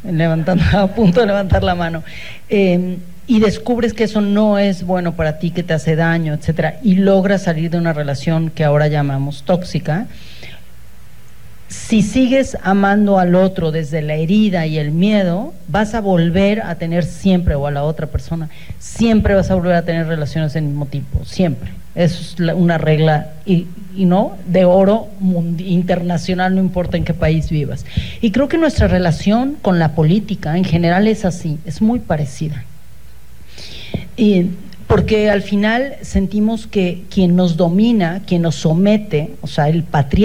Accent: Mexico

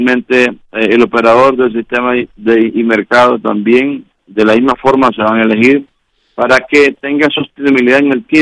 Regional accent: Honduras; la ENE es la institución del Estado que nosotros como hondureños tenemos que fortalecer

